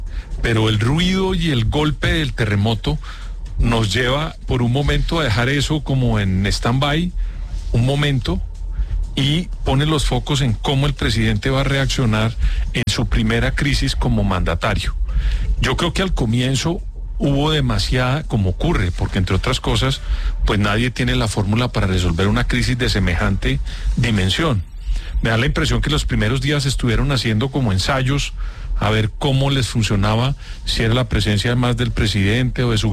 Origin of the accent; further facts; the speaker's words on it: Colombia; Lo que trato de decir es que yo, como colombiano, esperaría que frente al fenómeno del Niño